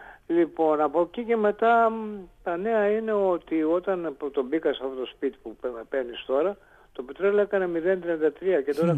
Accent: Santorini, South Aegean, Greece; αναγνώρισα την πατρίδα μου, στη Σαντορίνη

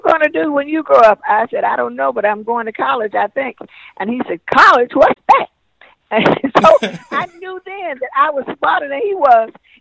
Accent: the South, United States; I grew up in the South

